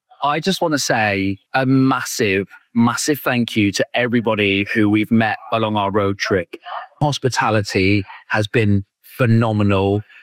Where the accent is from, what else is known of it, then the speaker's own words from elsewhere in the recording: United Kingdom; this British man's heart